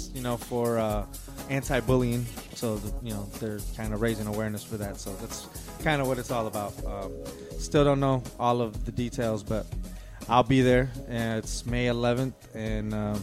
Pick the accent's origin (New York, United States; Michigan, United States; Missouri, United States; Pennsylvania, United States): Michigan, United States; Lansing; Something back in my hometown, Lansing.